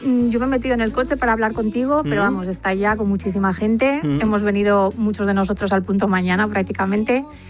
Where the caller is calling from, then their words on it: Zaragoza, Aragon, Spain; Yo desde Zaragoza.